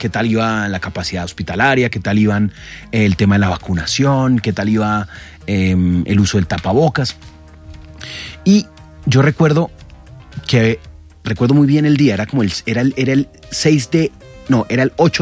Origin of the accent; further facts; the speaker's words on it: Colombia; como colombianos tenemos que hacer un cambio de mentalidad